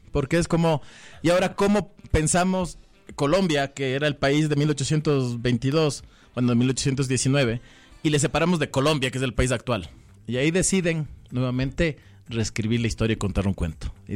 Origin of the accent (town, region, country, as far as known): Ecuador